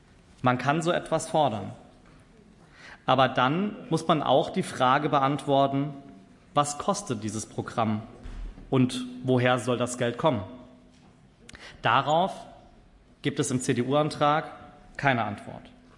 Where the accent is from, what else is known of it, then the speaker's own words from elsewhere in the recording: Saarbrücken, Saarland, Germany; Allein meine Heimatstadt, die Landeshauptstadt Saarbrücken, erhält rund 92,3 Millionen Euro.